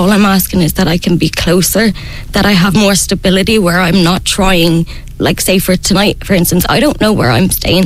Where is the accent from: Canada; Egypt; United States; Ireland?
Ireland; Bray, Leinster; I'm from Bray. I lived in Bray my whole life. I worked in Bray.